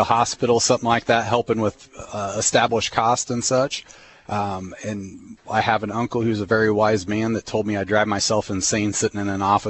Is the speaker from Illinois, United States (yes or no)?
yes; Taylorville, Illinois, United States; Growing up in Taylorville